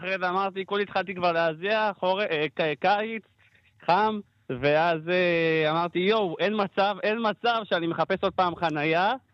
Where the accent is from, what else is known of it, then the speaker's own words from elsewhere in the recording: Central Israel, Israel; אני מהמרכז, ואנחנו אומרים אבן יאו